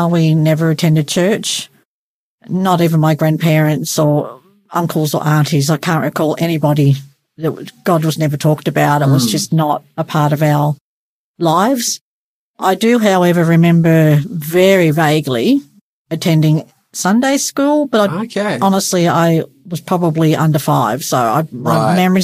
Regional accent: Newcastle, New South Wales, Australia; moved away as an adult; now in Singleton, Australia; I grew up in Newcastle

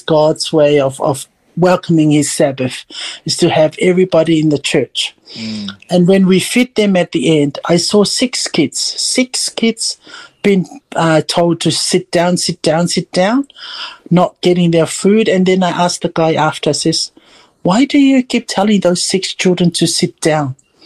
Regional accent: Samoa; Although I grew up in Samoa, but it was always mum and dad, and we just go along and sing songs, do nothing at all, just that.

